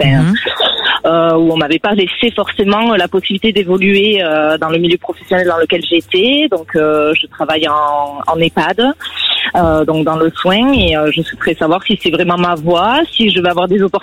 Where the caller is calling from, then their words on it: Occitanie, France; Moi, j'habite au nord de Toulouse.